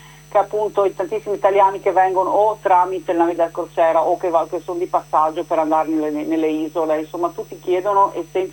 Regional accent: Venice, Veneto, Italy; born there; accent: Venetian; io ho sentito subito il mio dialetto veneto, quindi mi sono subito sentita a casa perché sono nata a Venezia.

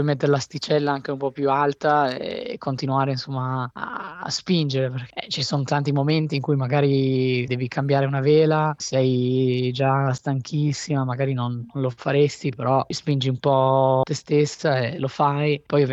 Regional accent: Trieste, Friuli-Venezia Giulia, Italy; moved away as an adult; now in United States; Sono nato e cresciuto a Trieste, però ho viaggiato tantissimo

